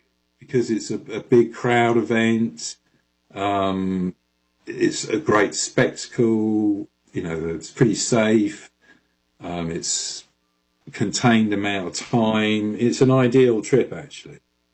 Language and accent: English; London, United Kingdom; And, as a Londoner, fascinated by, at that point, the biggest city in Europe, the most dynamic city